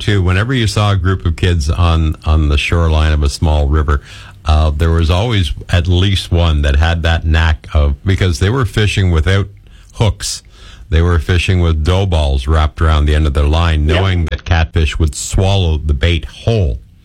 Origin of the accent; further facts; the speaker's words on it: Gananoque, Ontario, Canada; in my hometown when I grew up in Gananoque